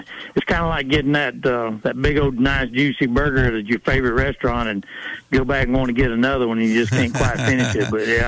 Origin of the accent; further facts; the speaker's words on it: East Coast, United States; moved away; me growing up on the East Coast